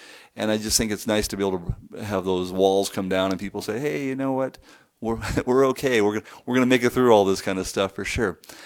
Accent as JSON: {"language": "English", "town": "Edinburgh", "region": "Scotland", "country": "United Kingdom", "tie": "born there", "said": "And I was born in Edinburgh, Scotland. So I was a dual citizen until I was 18."}